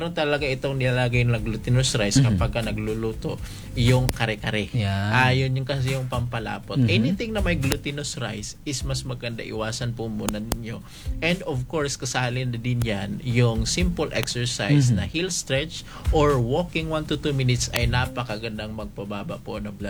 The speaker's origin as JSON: {"language": "Tagalog", "region": "Mindanao", "country": "Philippines", "said": "Doon sa amin sa Mindanao, ang pinaka gusto ko talaga doon, mayroong party doon sa malapit sa Sambuanga del Sur, yung sa Magsaysay."}